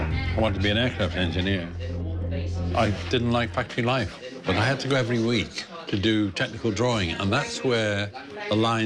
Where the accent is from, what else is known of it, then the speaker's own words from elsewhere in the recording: Wales, United Kingdom; Well, in a way, you know, I was not far from Liverpool.